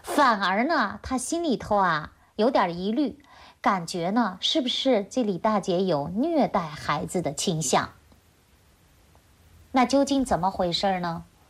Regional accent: China; 这就是我们中国人啊，尤其是50岁以上的啊，非常吃苦，也注重诚信

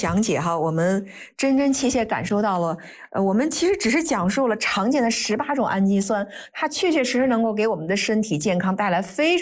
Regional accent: China

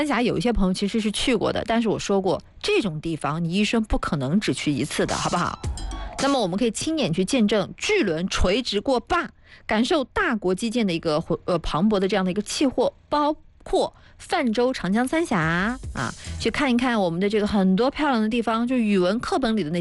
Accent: Anhui, China; 向世人展示我们安徽人灌蛋的实力

